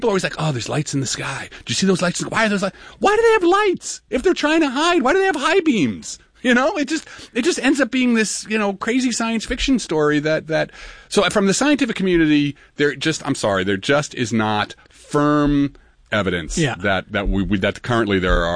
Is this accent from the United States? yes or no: yes; Newark, New Jersey, United States; it's like going to Newark, and I'm from Newark, so I can say that.